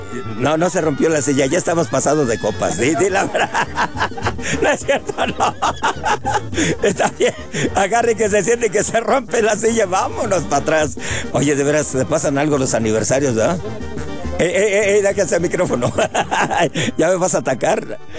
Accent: Jalisco, Mexico; Yo soy de Jalisco

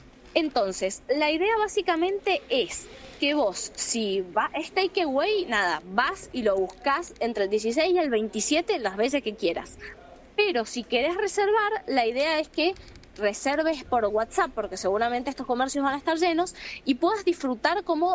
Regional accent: Godoy Cruz, Mendoza, Argentina; Soy Godoy Cruceña... sí, por siempre.

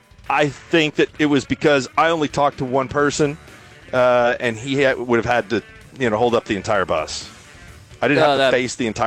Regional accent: Oklahoma City, Oklahoma, United States; And the guy looks at me and goes, where are you from? I said, Oklahoma City.

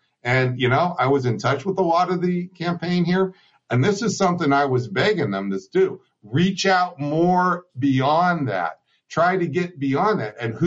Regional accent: Erie, Pennsylvania, United States; I'm from Erie, Pennsylvania, Democratic town, blue-collar town, union town.

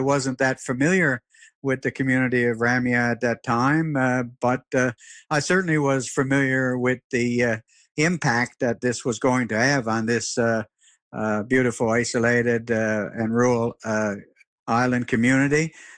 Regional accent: Newfoundland and Labrador, Canada; growing up in the Straits of Belle Isle and in throughout Newfoundland.

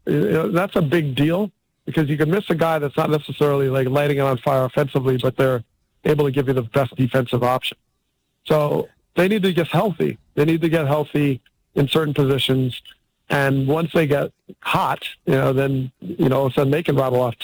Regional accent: New Jersey, United States; I grew up in New Jersey, so I saw that tone

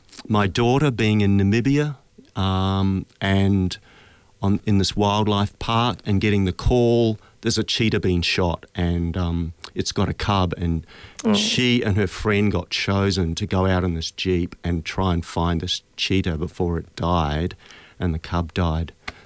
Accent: New Zealand; now in Margaret River, Australia; New Zealand.

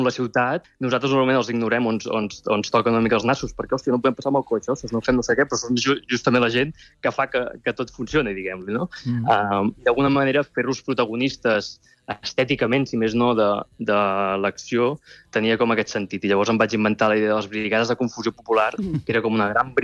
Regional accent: Mataró, Catalonia, Spain; I jo, que sóc de Mataró i hem amat pirotècnia des de ben petit

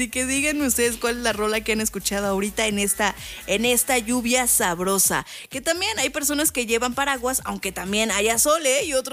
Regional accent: Morelia, Michoacán, Mexico; Y yo también desde Morelia. ¡Éale! Somos de Morelia para el mundo. De Morelia para el mundo y del mundo para Morelia.

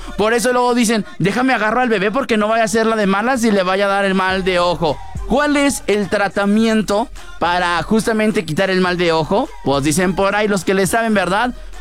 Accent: Mexico; Bárbaros que somos, los mexicanos

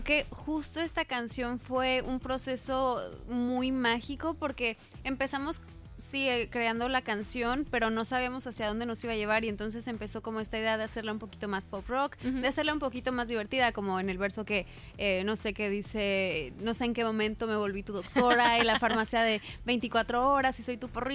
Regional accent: Irapuato, Guanajuato, Mexico; moved away; yo soy de Irapuato

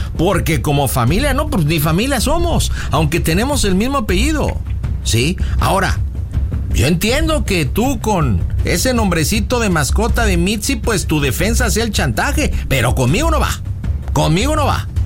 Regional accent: Jalisco, Mexico; somos de Jalisco

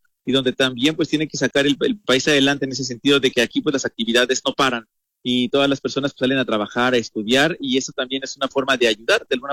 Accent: Mexico; Porque a lo mejor ustedes dirán, bueno, somos mexicanos, no nos afecta.

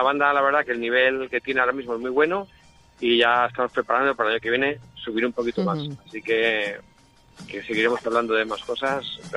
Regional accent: Guadarrama, Community of Madrid, Spain; como representante de Asturias y de mi pueblo, de Guadarrama, o de incluso de toda la sierra en general

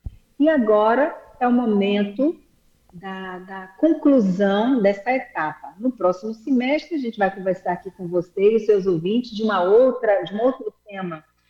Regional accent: Northeast Region, Brazil

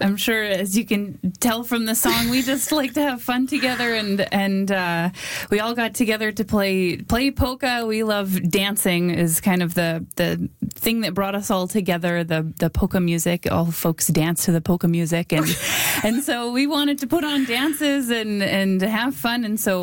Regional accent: Regina, Saskatchewan, Canada; now in Saskatoon, Canada; Yeah, I'm originally from Regina, and so when I moved to Saskatoon

